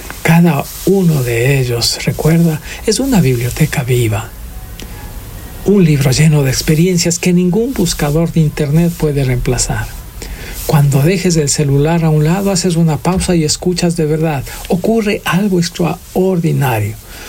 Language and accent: Spanish; Ecuador